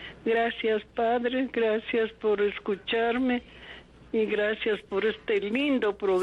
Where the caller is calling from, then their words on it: Ambato, Tungurahua, Ecuador; Le llamo de Ambato.